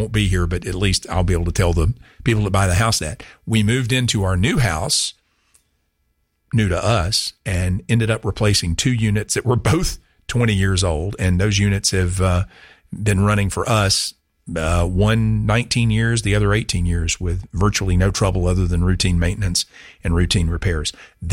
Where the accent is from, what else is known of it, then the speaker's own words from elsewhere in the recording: the South, United States; I'm from the South. That's what a gentleman does for a lady.